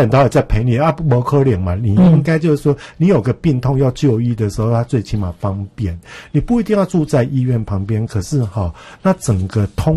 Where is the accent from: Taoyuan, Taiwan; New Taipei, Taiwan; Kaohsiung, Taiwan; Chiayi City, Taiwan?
Kaohsiung, Taiwan; also born or lived in Chiayi; now in Taipei, Taiwan; 而是在于就是我是高雄人，所以我对他第一我也熟悉